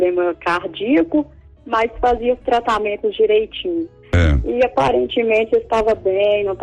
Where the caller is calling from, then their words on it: Sete Lagoas, Minas Gerais, Brazil; De Sete Lagoas, Minas Gerais.